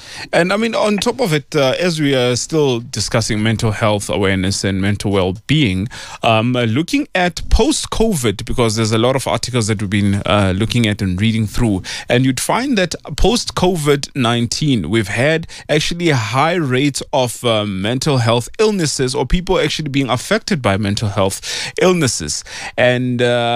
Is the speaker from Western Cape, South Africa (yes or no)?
no; Pretoria, Gauteng, South Africa; And now we are moving all the way to my hometown, Attridgeville, Pelly.